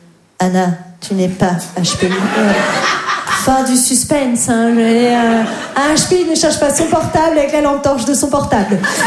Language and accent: French; Grand Est, France; born or raised there